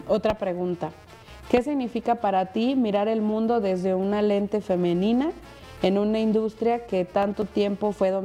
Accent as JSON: {"language": "Spanish", "region": "Oaxaca", "country": "Mexico", "tie": "born or raised there", "said": "al menos en la gente de mi comunidad, que te digo, somos originarios de Oaxaca"}